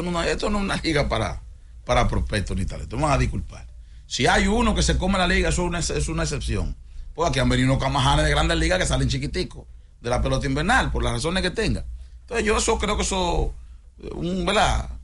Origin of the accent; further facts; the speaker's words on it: Dominican Republic; nosotros, como República Dominicana y Latinoamérica